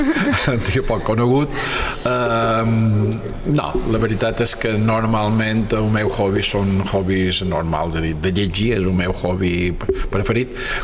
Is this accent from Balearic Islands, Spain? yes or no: yes; Pollença, Balearic Islands, Spain; Ara record quan era petit que teníem a Pollença un cine Capitol, que ara l'estan reformant